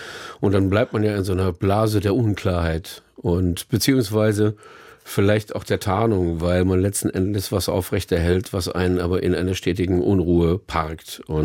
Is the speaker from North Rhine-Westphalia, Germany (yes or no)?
no; Mannheim, Baden-Württemberg, Germany; also born or lived in Karlsruhe; ich bin in Karlsruhe geboren. Ich bin in Mannheim zur Schule gegangen.